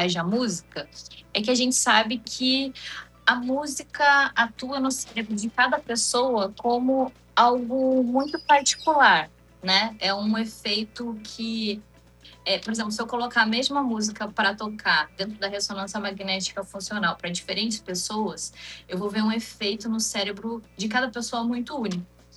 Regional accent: Brazil

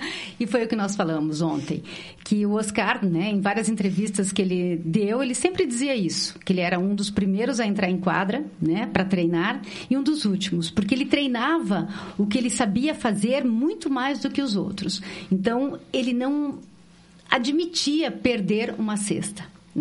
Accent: Brazil; eu sou brasileira

